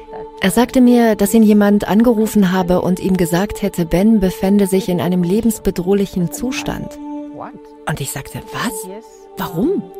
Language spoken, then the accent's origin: German; Mombasa, Mombasa County, Kenya; Ich bin in Mombasa aufgewachsen und wir haben immer problemlos mit den Muslimen zusammengelebt.